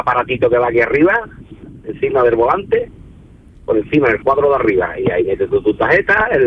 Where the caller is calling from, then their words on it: Jerez de la Frontera, Andalusia, Spain; yo soy de Jerez de la Frontera, sí. De Cádiz, de aquí.